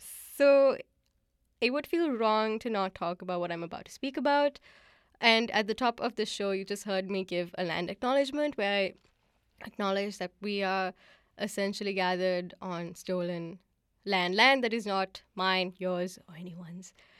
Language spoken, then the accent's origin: English; Sri Lanka; I'm from Sri Lanka, so we don't actually do land acknowledgements, but I hope this makes you think about your history as a Sri Lankan person, for instance.